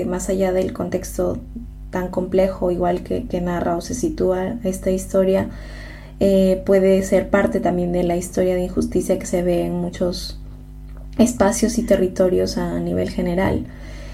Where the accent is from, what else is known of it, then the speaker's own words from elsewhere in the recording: Peru; moved away; soy peruana